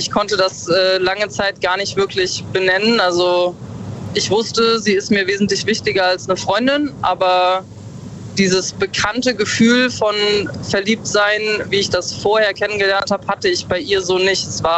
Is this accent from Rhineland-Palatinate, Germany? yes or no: yes; Bad Kreuznach, Rhineland-Palatinate, Germany; Ich komme ursprünglich aus der Ecke Bad Kreuznach.